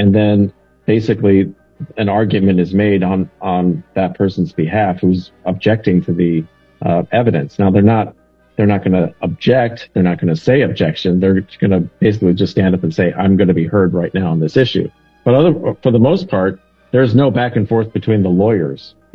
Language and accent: English; United States; as an American practitioner